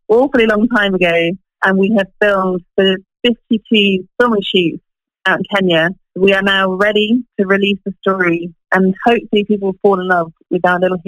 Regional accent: Malawi; also born or lived in Ethiopia; I grew up in East Africa, in Malawi and Ethiopia, and I spent a lot of time just watching nature.

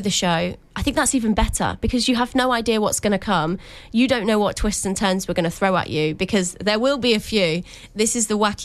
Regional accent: St Neots, East of England, United Kingdom; I am from St. Neots

